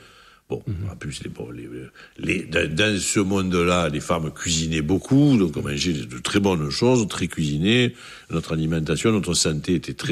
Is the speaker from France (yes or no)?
yes; Marseille, Provence-Alpes-Côte d'Azur, France; born or raised there